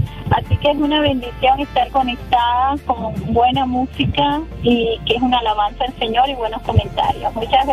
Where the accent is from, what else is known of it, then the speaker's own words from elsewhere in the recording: Venezuela; now in California, United States; soy venezolana, tengo 20 años aquí en California